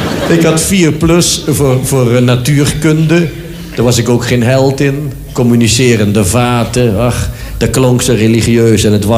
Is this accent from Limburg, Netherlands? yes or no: yes; Sittard, Limburg, Netherlands; born there; in Sittard, waar ik geboren ben